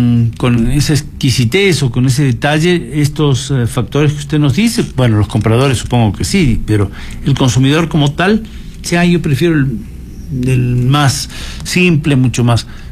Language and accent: Spanish; Ecuador